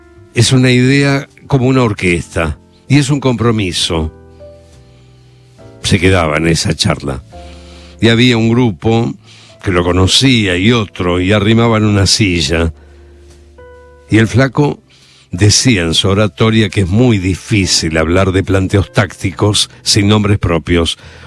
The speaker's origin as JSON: {"language": "Spanish", "town": "Rosario", "region": "Santa Fe", "country": "Argentina", "said": "Yo soy demasiado rosarino. Para mí Rosario es una ciudad distinta, es como un barrio gigante desde Buenos Aires."}